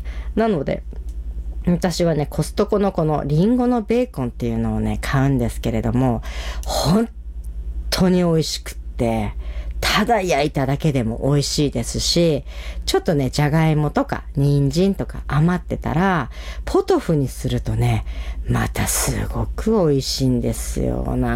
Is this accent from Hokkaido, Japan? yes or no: yes; Otaru, Hokkaido, Japan; 私、小樽が出身なので。